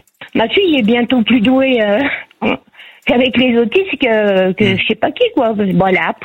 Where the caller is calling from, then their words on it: Auvergne-Rhône-Alpes, France; je suis en Savoie